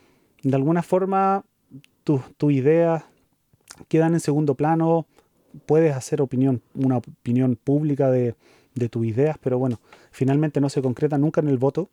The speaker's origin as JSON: {"language": "Spanish", "country": "Chile", "moved": "as an adult", "lives_now": "Tübingen, Germany", "said": "yo vengo de Chile y también llegué a este lugar hace cerca de 9 años atrás."}